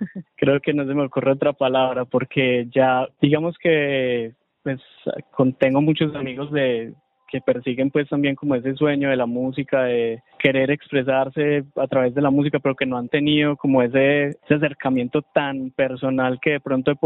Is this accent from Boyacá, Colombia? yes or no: no; Medellín, Antioquia, Colombia; soy músico independiente de Medellín.